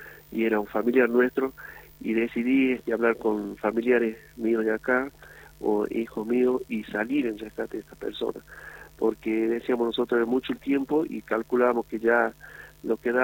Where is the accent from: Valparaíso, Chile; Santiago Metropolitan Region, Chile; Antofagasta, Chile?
Antofagasta, Chile